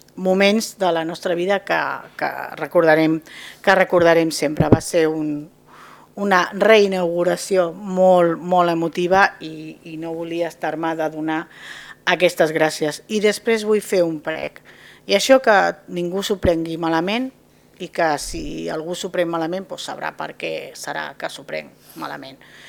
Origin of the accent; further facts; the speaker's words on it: Argentona, Catalonia, Spain; first language Spanish; Catalan is a second language; moved away as an adult; now in Mataró, Spain; Sóc argentonina, de barri, y como se dice en castellano, mi lengua materna, a mucha honra. Malauradament, per un problema personal, vaig haver d'anar a viure a Mataró.